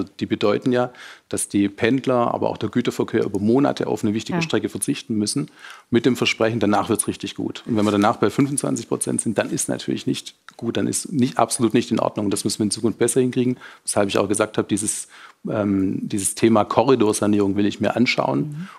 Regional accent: Baden-Württemberg, Germany; Wir haben leider mit Stuttgart 21, kommen wir aus der Region Stuttgart 1, so ein Beispiel

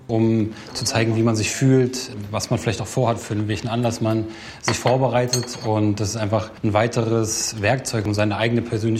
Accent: Berlin, Germany; born there; bin Teilinhaber der Parfümerie Harry Lehmann. Ich bin in Charlottenburg geboren. Inzwischen wohne ich auch hier in der Kantstraße.

